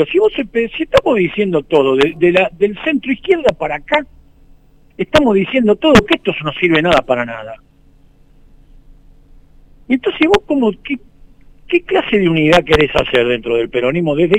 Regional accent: Argentina

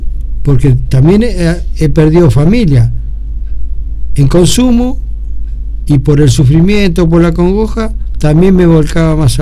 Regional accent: Argentina; ojalá que como buen argentino que tengamos éxito nuevamente

